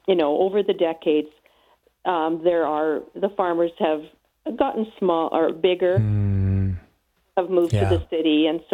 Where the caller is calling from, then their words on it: Alberta, Canada; I'm calling from Alberta, Canada.